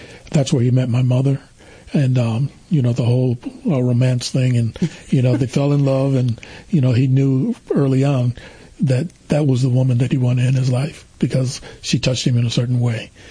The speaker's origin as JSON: {"language": "English", "town": "Lansing", "region": "Michigan", "country": "United States", "tie": "born or raised there", "said": "Okay, I'm a son of Lansing. Mm-hmm. I grew up here in Lansing. My parents moved up from the South in 1950 to raise their family."}